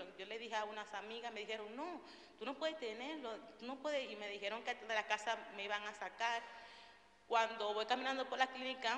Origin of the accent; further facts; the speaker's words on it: Dominican Republic; moved away as an adult; soy de República Dominicana, tengo 3 niños, y quedé embarazada aquí.